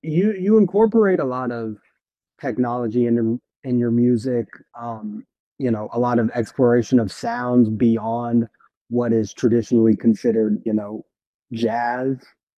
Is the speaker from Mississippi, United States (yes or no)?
yes; Mississippi, United States; A lot of my we're all from Mississippi Delta, and so I grew